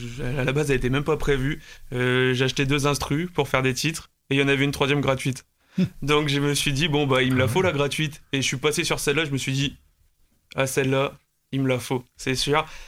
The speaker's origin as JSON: {"language": "French", "town": "Choisy-au-Bac", "region": "Hauts-de-France", "country": "France", "tie": "born or raised there", "said": "Je suis originaire de l'Oise depuis tout petit, ouais, je suis né à Choisy-au-Bac, dans le 60."}